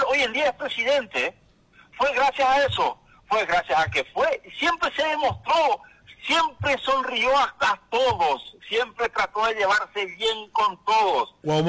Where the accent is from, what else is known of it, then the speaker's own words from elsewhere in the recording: Paraguay; debería de interpelarnos como paraguayos